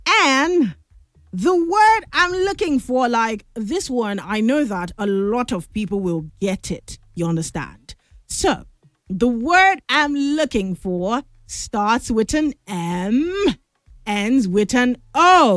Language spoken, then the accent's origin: English; Nigeria; as a Nigerian